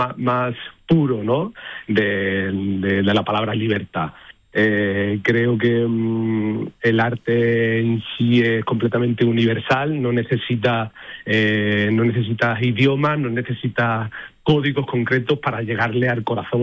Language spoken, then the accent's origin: Spanish; Seville, Andalusia, Spain; siempre llegamos con ilusión, por supuestísimo, de bailar en mi tierra y de bailarle a mi gente y a mi pueblo